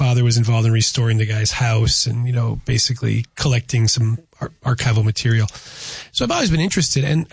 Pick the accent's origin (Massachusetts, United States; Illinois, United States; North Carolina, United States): Massachusetts, United States; Chicopee; my hometown in Chicopee